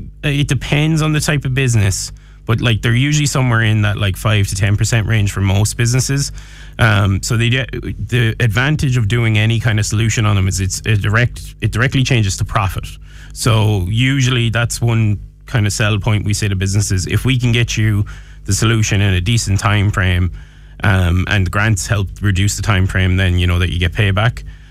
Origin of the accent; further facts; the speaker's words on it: Galway, Connacht, Ireland; Yeah, so I'm from Galway, obviously.